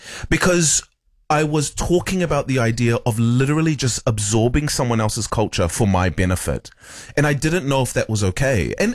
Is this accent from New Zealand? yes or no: yes; New Zealand; I was born here and raised here. So I know nothing more. I know nothing else other than New Zealand.